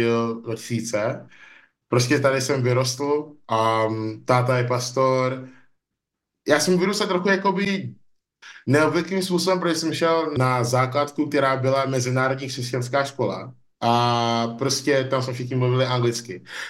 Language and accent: Czech; Nigeria; now in Czech Republic; jsem z Nigérie a člověk z Nigérie žije v České republice